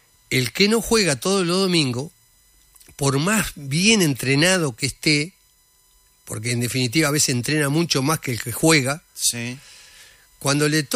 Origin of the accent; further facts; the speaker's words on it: Uruguay; Yo soy uruguayo y él es argentino.